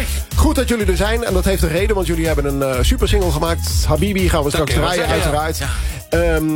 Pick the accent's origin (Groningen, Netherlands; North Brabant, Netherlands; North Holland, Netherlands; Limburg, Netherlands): North Brabant, Netherlands; Kaatsheuvel; moved away; ik kom uit Kaatsheuvel